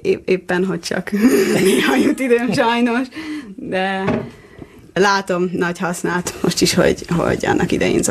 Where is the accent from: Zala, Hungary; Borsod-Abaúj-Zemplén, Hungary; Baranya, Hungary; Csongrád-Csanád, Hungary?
Baranya, Hungary; Pécs; Pécsi vagyok.